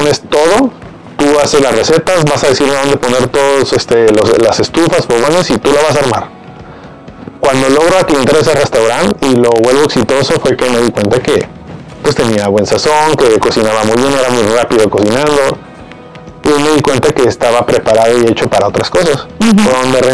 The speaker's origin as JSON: {"language": "Spanish", "town": "Culiacán", "region": "Sinaloa", "country": "Mexico", "tie": "born or raised there", "also_born_or_lived": "Mazatlán / Reynosa", "said": "Se conocen en Sinaloa. Yo nazco en Mazatlán."}